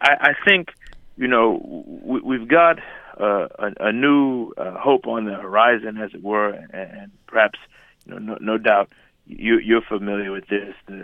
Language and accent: English; Detroit, Michigan, United States; born or raised there